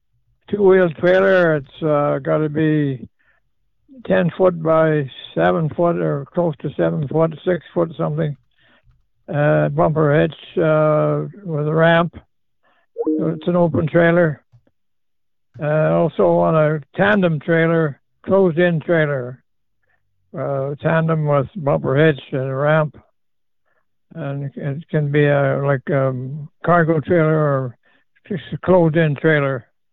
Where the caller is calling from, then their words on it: Brandon, Manitoba, Canada; Oh, I'm calling from Brandon this morning, yes.